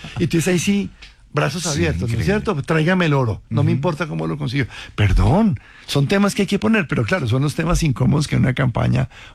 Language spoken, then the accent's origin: Spanish; Colombia